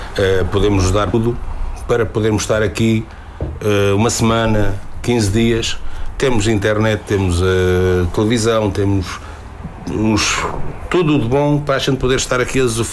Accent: Centro, Portugal; born or raised there; now in Lisbon, Portugal

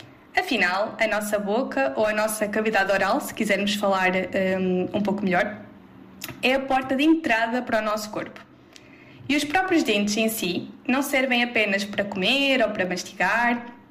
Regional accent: Cabanas de Viriato, Centro, Portugal; also born or lived in Coimbra; Sou natural de Cabanas de Viriato, uma vila não muito distante daqui.

